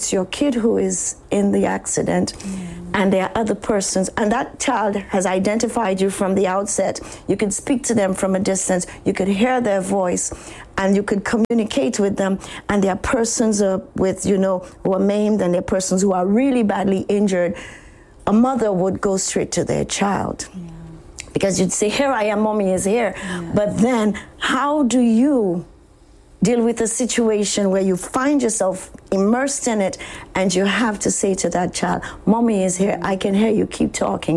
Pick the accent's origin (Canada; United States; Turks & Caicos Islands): Turks & Caicos Islands; Blue Hills, Providenciales; But because I am from Blue Hills, I want my container to be dispersed to the persons in Blue Hills.